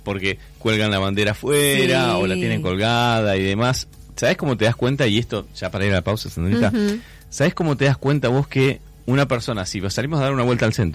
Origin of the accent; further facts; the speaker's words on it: Argentina; somos argentinos cuando jugamos el mundial, nada más